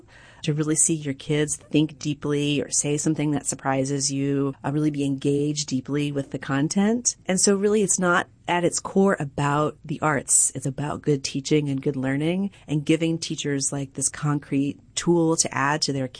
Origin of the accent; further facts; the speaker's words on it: Nashville, Tennessee, United States; I grew up in Nashville, and I had a friend who would summer in Monteagle.